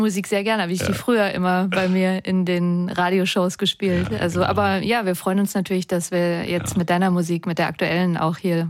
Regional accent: Baden-Württemberg, Germany; ich bin aus dem Schwarzwald.

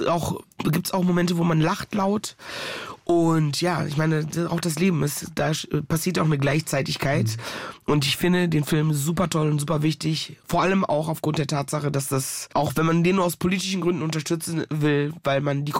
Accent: North Rhine-Westphalia, Germany; Also zwar hier groß geworden in NRW und im Herzen bin ich auch immer noch eine rheinische Mädchen, aber tatsächlich auch immer noch verwurzelt mit meinen Wurzeln tatsächlich.

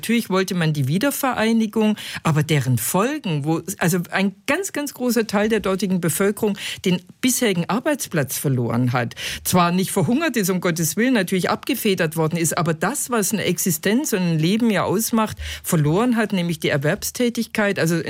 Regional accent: Germany; als Deutsche

